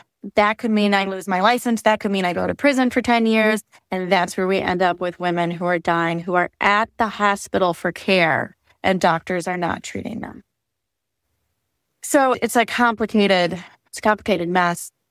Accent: Indiana, United States; In my home state, Indiana, you have to be 18 years old, and that's it.

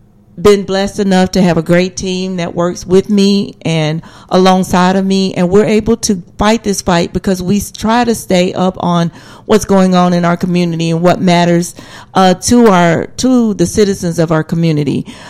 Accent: South Carolina, United States; I grew up in South Carolina, so I saw a lot of the things that that the caller spoke of.

